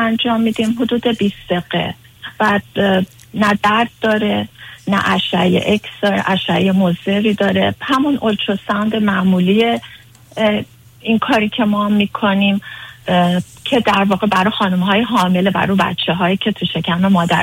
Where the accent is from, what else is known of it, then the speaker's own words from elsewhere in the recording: Iran; من میگم چون خودم ایرانی هستم و همیشه هم یه ارادت خاصی به هموطنهای خودم داشتم